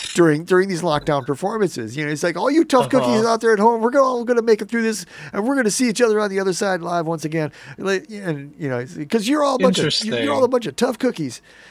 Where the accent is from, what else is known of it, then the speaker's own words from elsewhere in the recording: Binghamton, New York, United States; I told him where I was from. And I said I come up from Binghamton